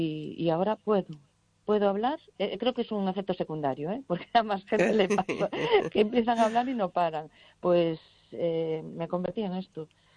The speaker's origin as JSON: {"language": "Spanish", "town": "Cortegada", "region": "Galicia", "country": "Spain", "tie": "born or raised there", "said": "En Cortegada queremos hacer algo, en mi pueblo"}